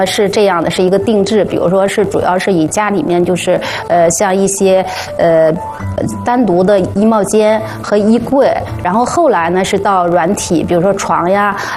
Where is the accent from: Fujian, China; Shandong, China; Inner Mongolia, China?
Inner Mongolia, China; Hulunbuir; moved away as an adult; now in Beijing, China; 我是内蒙人。哦，内蒙古呼伦贝尔市。